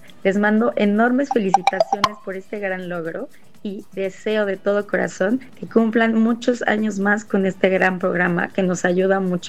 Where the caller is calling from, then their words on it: Mexico; Un abrazo para todos desde México.